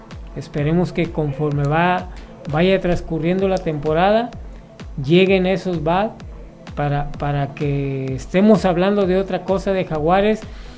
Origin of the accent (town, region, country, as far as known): Mexico